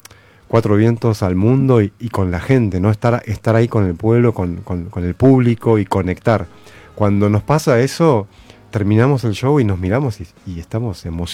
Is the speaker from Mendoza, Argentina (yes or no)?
no; Lavallol, Buenos Aires Province, Argentina; Que soy de Lavallol.